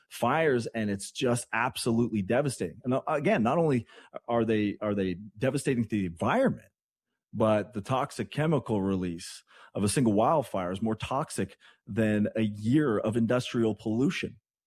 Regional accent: Canada

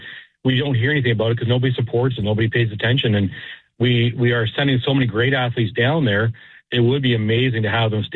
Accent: Whitby, Ontario, Canada; I mean, I grew up in Whitby when Joey Nieuwendyk was playing and Gary Roberts, and they were star players.

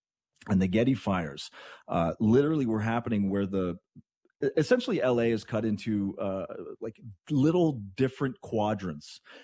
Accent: Canada; I swear to God, I'm there as a Canadian, never witnessed this before.

